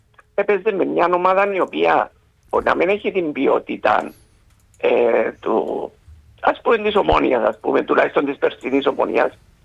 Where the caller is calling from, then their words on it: Famagusta, Famagusta District, Cyprus; Γέννημα θρέμμα της ανόρθωσης από την Αμόχωστο.